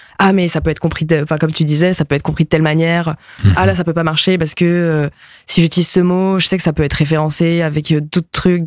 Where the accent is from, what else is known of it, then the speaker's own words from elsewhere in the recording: Pays de la Loire, France; first language Japanese; C'était vraiment ma langue maternelle, mais en fait, mes parents étaient en Belgique, ils ont bougé. À Nantes, à côté de Nantes quand j'avais 4 ans, donc oui, j'ai vraiment grandi.